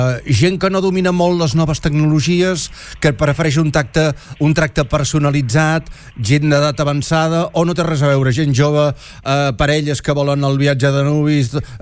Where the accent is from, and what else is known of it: Girona, Catalonia, Spain